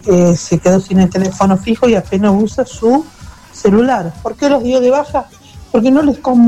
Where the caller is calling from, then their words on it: Roberts, Buenos Aires Province, Argentina; de Roberts.